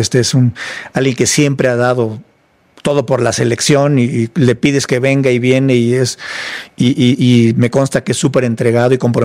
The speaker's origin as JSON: {"language": "Spanish", "country": "Mexico", "said": "como mexicano, dices, oye, qué padre que pude hacer algo que dejó un impacto duradero en cómo se hace el deporte en el país"}